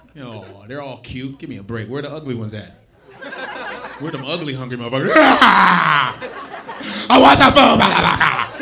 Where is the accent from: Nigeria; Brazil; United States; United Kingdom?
Nigeria; I'm an African, you know. Yeah, I'm Nigerian. Friends never believe me. I said, dude, I'm Nigerian American.